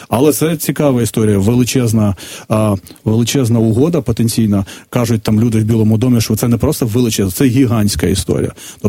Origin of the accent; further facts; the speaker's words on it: Vinnytsia, Vinnytsia Oblast, Ukraine; Я теж виріс у Вінниці, де переважно люди багато вважають, що це Західна Україна. Ні, там я майже не чув української мови.